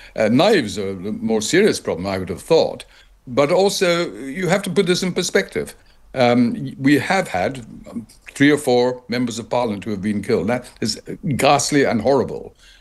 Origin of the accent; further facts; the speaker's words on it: Scotland, United Kingdom; born there; now in London, United Kingdom; I'm a Scotsman living in London. I have no... My father was Scottish, my mother was English.